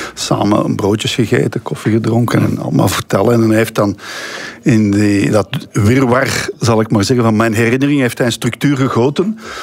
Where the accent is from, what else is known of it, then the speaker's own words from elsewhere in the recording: Antwerp, Flanders, Belgium; born there; accent: Antwerp dialect; mijn ouders zijn wel van Antwerpen. En ja, thuis spraken wij, mijn grootmoeder, bij ons pak een soort Antwerpse.